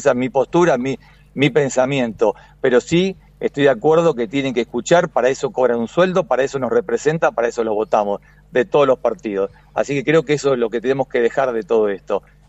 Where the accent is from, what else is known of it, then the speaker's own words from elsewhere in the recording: Argentina; como argentinos de bien